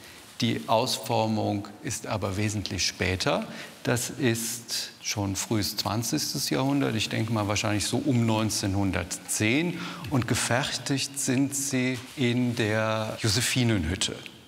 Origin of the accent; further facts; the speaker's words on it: Rhineland, Germany; wir als Rheinländer